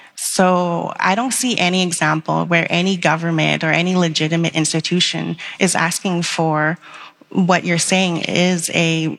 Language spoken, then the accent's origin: English; Canada; As a Canadian, we actually don't have these conversations very often on whether Canadians should cut off China